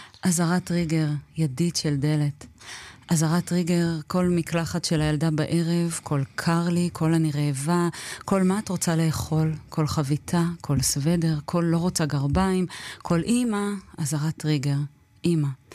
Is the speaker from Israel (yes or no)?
yes; Tel Aviv, Tel Aviv District, Israel; שלומי כתל אביבית